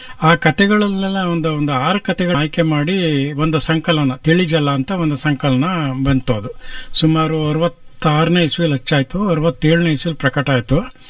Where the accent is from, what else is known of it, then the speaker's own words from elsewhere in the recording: Karnataka, India; ಅಂತೇಳಿ ಒಬ್ರು ಬಹಳ ಒಳ್ಳೆ ಗಾಯಕಿ